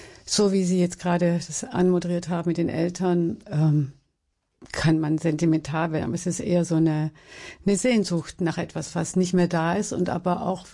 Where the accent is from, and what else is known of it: Baden-Württemberg, Germany